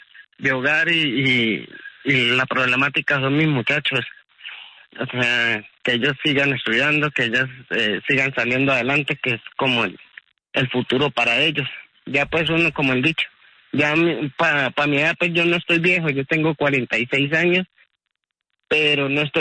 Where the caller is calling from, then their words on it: Piedecuesta, Santander, Colombia; Yo vivo en Piedecuesta, en una vereda en Piedecuesta.